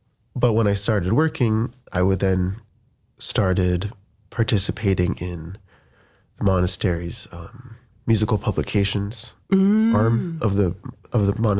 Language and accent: English; New York, United States; born there; also born or lived in Cleveland, Ohio; Grew up in Cleveland for a little bit, and then moved to upstate New York. Right around 2000, and then grew up there for 17 years, and then was always an altar boy.